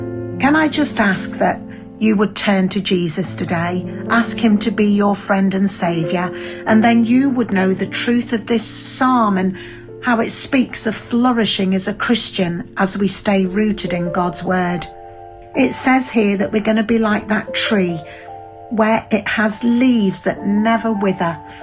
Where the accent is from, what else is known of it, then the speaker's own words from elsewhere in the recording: Leeds, Yorkshire and the Humber, United Kingdom; from Leeds